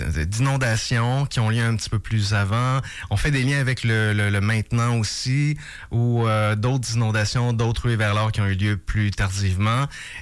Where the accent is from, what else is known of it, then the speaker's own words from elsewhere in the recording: Quebec, Canada; dans la Beauce. C'est aussi ma région d'origine